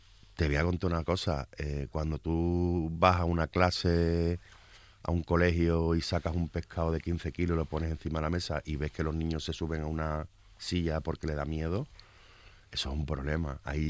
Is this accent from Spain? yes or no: yes; Cádiz, Andalusia, Spain; tuvimos la suerte hace muchos años de, como gaditano, disfrazarla de cosas